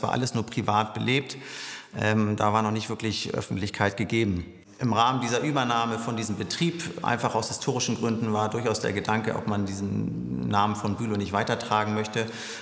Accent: Schleswig-Holstein, Germany; Ich bin hier in Wittmold geboren, hier aufgewachsen. Bin, als ich klein war, bei meinen Großeltern im Gutshaus ein- und ausgegangen.

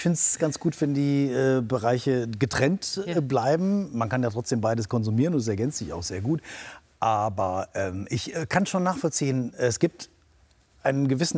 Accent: Germany; ich als Deutscher mit deutschen Vorfahren, also ich habe keinen Migrationshintergrund, ich habe Nazi-Hintergrund

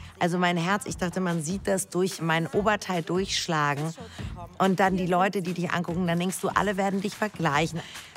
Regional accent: Hamburg, Germany; Ich komme aus Hamburg. Ich liebe mein Lakritz aus dem Norden.

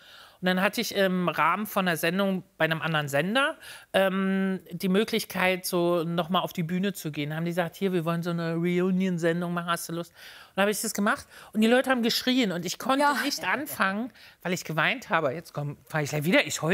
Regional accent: Berlin, Germany

